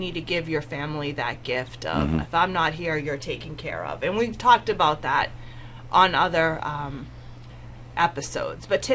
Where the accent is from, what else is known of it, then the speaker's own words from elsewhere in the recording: Watertown, Massachusetts, United States; I've lived in Watertown my entire life